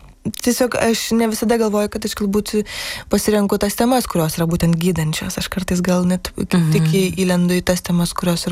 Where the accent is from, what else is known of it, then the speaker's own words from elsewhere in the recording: Samogitia, Lithuania; accent: Samogitian; Aš labai daug užaugau, aš kalbu žemaitiškai ir man žemaitija yra, nu, toks mano dalykas labai